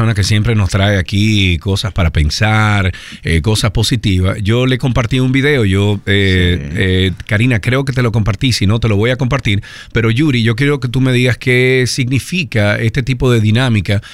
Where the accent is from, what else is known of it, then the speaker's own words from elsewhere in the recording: Dominican Republic; Pero es que nosotros como dominicanos no lo tenemos en nuestro ADN.